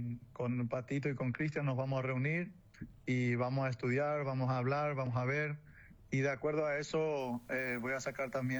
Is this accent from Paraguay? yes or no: yes; Paraguay; moved away; Feliz, feliz de volver otra vez a Paraguay. Feliz de volver a estar en mi país